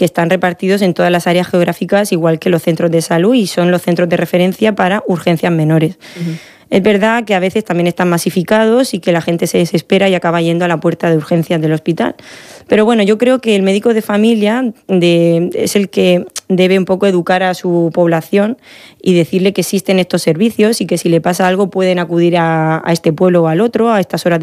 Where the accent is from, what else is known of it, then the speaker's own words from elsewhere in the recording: Valencian Community, Spain; Soy de la Comunidad Valenciana